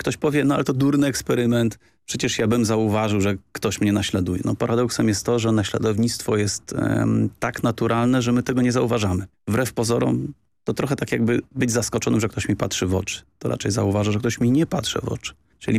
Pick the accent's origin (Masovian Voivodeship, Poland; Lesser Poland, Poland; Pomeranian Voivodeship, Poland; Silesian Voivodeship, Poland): Masovian Voivodeship, Poland; Warsaw; ja też jestem z Warszawy i koniec.